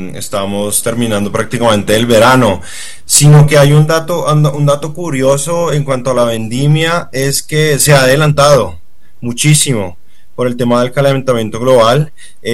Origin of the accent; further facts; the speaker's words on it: Colombia; colombiano, sommelier con un poco más de década y media de experiencia en el mundo del vino